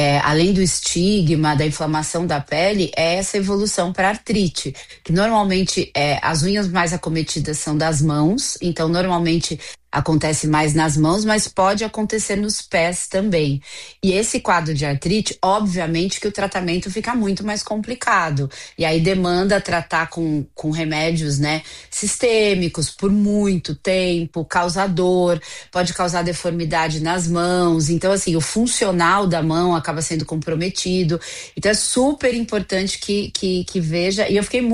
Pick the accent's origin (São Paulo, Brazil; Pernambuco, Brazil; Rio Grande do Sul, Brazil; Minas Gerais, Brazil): São Paulo, Brazil; Araraquara; Minha família, eu sou de Araraquara, minha família